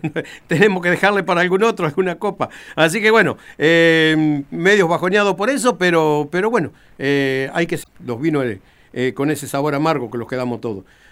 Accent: Argentina; somos argentinos

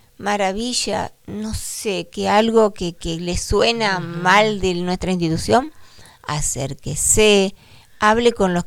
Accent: Reconquista, Santa Fe, Argentina; somos ciudadanas de Reconquista. Y vamos a quedar en Reconquista, porque ya no nos vamos a ir a otro lado.

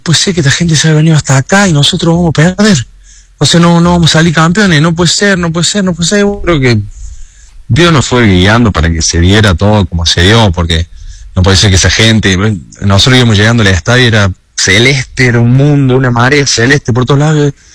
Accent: Córdoba, Argentina; yo soy de Córdoba

